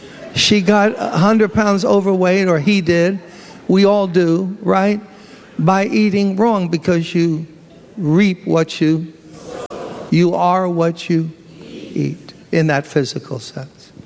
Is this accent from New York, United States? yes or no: yes; New York City, New York, United States; I'm from Brooklyn. I'm proud of my borough in a way